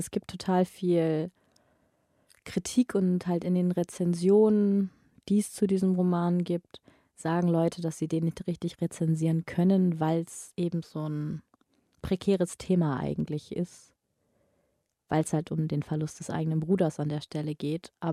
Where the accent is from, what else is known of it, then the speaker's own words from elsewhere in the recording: Oldenburg, Lower Saxony, Germany; ich komme ja aus Oldenburg